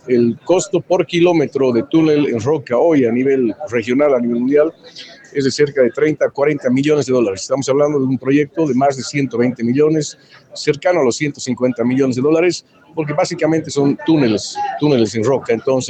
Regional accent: Bolivia; Todos somos bolivianos y particularmente del sur del país hoy día.

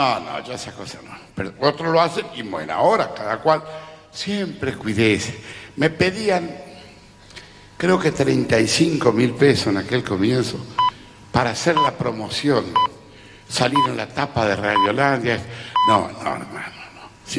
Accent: Alto Verde, Santa Fe, Argentina; now in Buenos Aires, Argentina; Yo nací en el Chaco santafesino. Me crié en Alto Verde, vine a Buenos Aires a buscar el aplauso.

